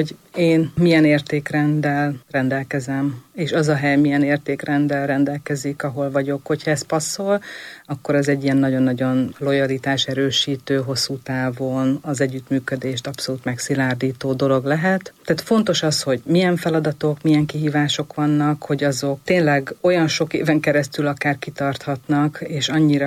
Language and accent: Hungarian; Hungary; vidéki vagyok